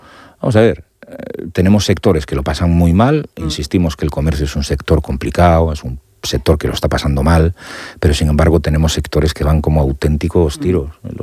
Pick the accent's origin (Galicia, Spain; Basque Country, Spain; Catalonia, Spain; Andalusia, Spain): Galicia, Spain; Vilagarcía de Arousa; Me enorgullece decir que soy de Villagarcía de Arousa.